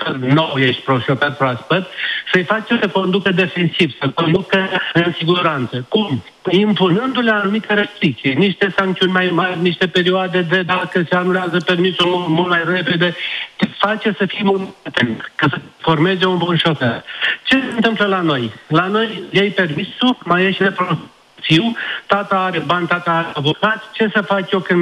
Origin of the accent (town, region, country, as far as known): Romania